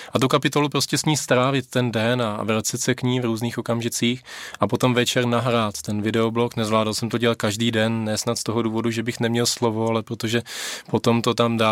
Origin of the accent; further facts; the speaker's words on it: Kolín, Central Bohemian Region, Czechia; pocházím z Kolína, tam mají takovou výtečnou pekárnu